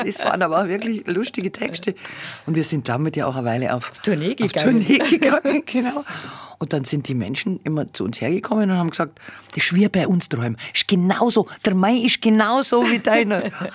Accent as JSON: {"language": "German", "region": "Bavaria", "country": "Germany", "tie": "born or raised there", "said": "Ich habe ja da schon ziemlich bald, also noch in der Volksschulzeit, sind wir von Bayerisch-Schwaben nach Oberbayern umgezogen. Und da musste ich dann ziemlich schnell das Oberbayerische lernen"}